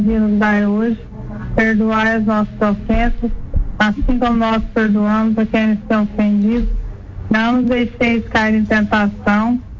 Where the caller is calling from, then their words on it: Carmo do Rio Claro, Minas Gerais, Brazil; Eu falo de município de Carmo Claro, Minas Gerais.